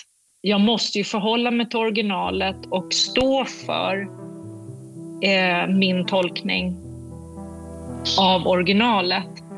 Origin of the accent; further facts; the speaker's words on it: Sweden; Jag är en svensk kvinna.